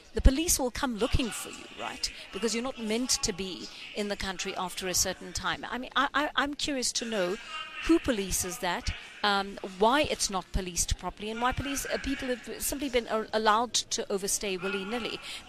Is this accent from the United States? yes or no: no; South Africa; as a South African citizen